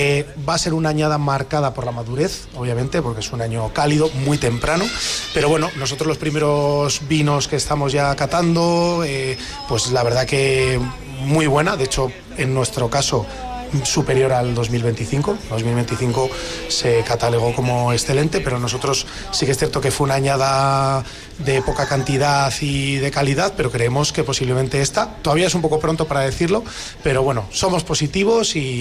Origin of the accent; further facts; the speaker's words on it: Logroño, La Rioja, Spain; nosotros somos riojanos, nosotros, yo me he criado en Logroño, aunque mi familia viene de Badarán